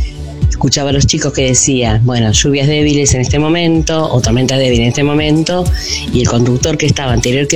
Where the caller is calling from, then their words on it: San Pedro, Argentina; soy de San Pedro, ya lo sabés.